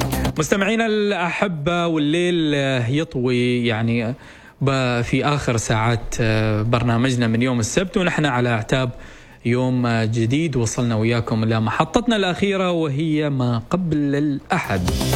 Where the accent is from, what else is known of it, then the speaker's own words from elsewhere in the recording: Oman; نحن شعب عماني